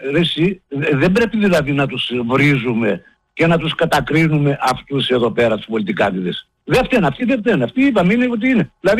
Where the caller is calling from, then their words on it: Greece; Εγώ σαν Έλληνας